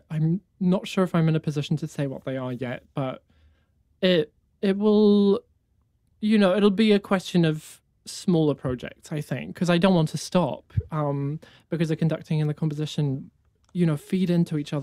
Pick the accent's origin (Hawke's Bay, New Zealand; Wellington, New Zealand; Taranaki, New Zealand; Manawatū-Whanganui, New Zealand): Wellington, New Zealand; also born or lived in Johannesburg, South Africa; I'm from Wellington, but I was born in Johannesburg and I moved here when I was a kid.